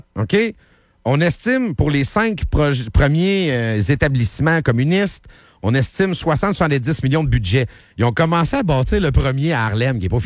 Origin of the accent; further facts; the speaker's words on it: Plessisville, Quebec, Canada; quand j'étais jeune à Plessisville.